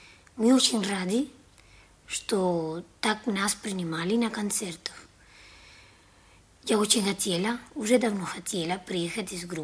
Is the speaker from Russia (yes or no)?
no; Havana, Cuba; Russian is a second language